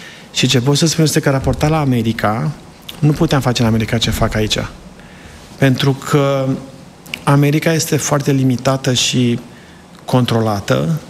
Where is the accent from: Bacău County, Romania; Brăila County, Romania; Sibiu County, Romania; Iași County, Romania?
Sibiu County, Romania; now in United States; am vrut să crească cam cum am crescut eu, sunt de lângă Sibiu. Am stat lângă copșa mică și...